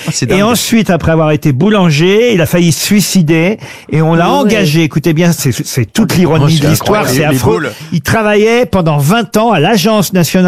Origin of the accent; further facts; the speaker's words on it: France